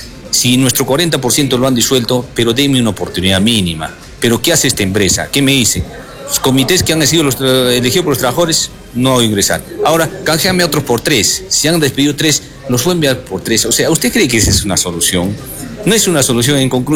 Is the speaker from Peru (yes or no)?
yes; Arequipa, Peru; Estamos reclamando un justo derecho como arequipeños.